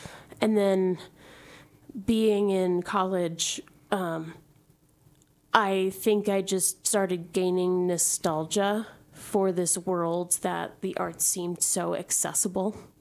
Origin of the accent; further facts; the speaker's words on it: Great Neck, New York, United States; born there; I was born in Great Neck